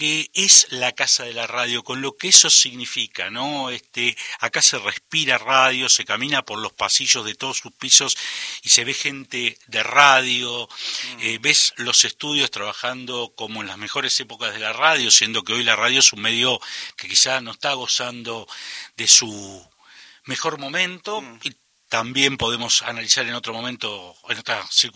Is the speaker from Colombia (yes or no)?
no; Argentina